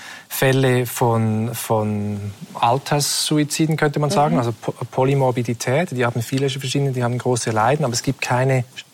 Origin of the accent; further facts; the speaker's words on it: Switzerland; Bei uns in der Schweiz ist es ja auch verboten